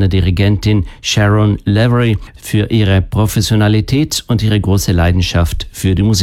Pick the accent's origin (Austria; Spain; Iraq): Spain; also born or lived in Catalonia; mit der ich versucht habe, mein Heimatland Spanien mit Katalonien zu verbinden, dem Bundesstaat, der während meines zweijährigen Aufenthalts dort einen bleibenden Eindruck in meinem Herzen hinterlassen hat.